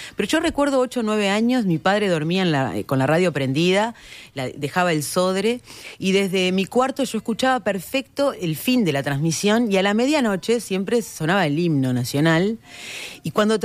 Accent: Maldonado, Uruguay; mi infancia, una infancia en Maldonado

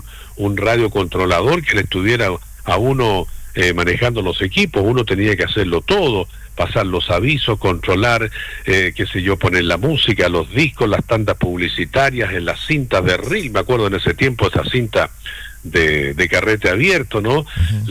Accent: Los Andes, Valparaíso, Chile; yo partí precisamente en Los Andes, yo soy andino de corazón. Viví muchos años en la época de mi juventud

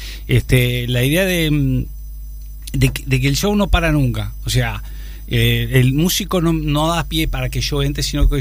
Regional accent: Uruguay

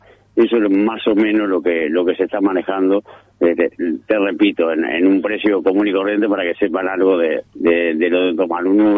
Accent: Uruguay

